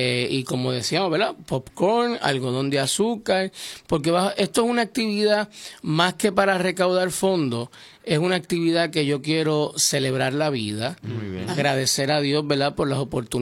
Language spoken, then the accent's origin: Spanish; Aguadilla, Puerto Rico; Imagínate un muchacho ahí de la vía como yo, de aquí de Aguadilla.